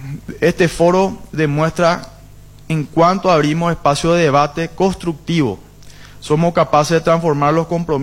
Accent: Paraguay; Como paraguayos estamos listos a demostrar que es posible conservar, producir y prosperar al mismo tiempo.

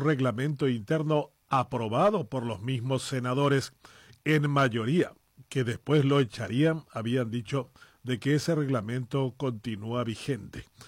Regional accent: Paraguay

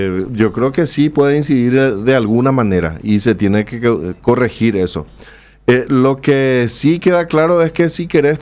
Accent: Paraguay; somos paraguayos.

